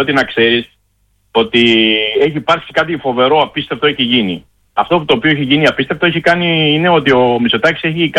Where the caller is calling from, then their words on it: Chania, Crete, Greece; είμαι από τα Χανιά